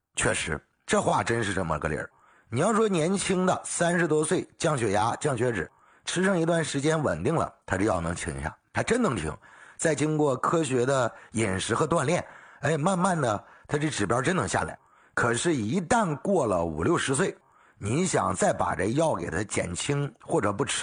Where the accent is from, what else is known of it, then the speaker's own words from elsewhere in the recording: Northeast China, China; 用咱们老家的一句话来讲，开玩笑一样的嘛，是不是？东北话来讲，这不有点扯吗？